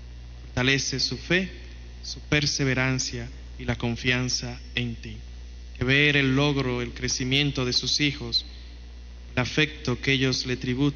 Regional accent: Dominican Republic; Hoy, como pueblo dominicano, celebramos su día.

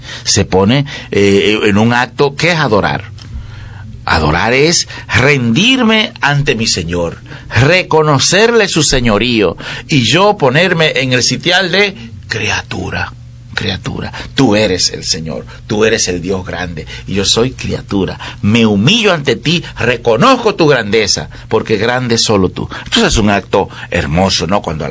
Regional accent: Santiago Rodríguez, Dominican Republic; now in La Vega, Dominican Republic; de niño yo vengo de un campo de Santiago Rodríguez. Yo vengo de un campo de Santiago Rodríguez.

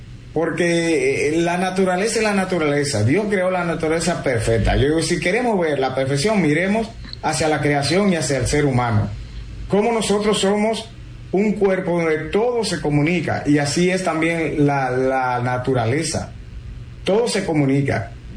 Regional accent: Dominican Republic; Nosotros tenemos ese gran problema, dominicanos.

